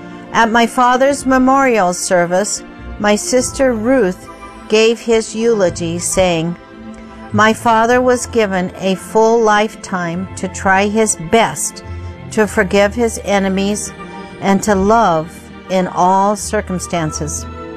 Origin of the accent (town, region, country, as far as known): Kobe, Hyogo, Japan; born or raised there